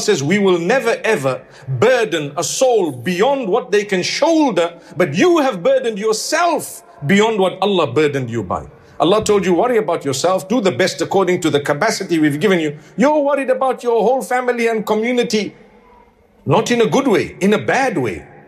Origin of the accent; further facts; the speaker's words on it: South Africa; And I come from Africa. Let me tell you, at times, and this is not about food, it's about something else. Every single day, electricity just goes off. When you need it the most. Right now it's winter back in South Africa.